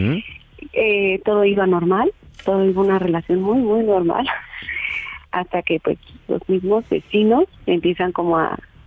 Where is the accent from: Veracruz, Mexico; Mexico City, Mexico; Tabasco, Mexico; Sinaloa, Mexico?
Mexico City, Mexico; 34, de Ciudad de México.